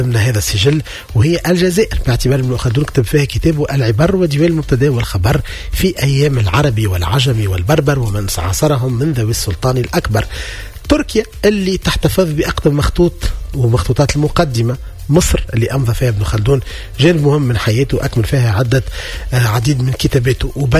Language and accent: Arabic; Tunisia; مش شعوبي لا أنا تونسي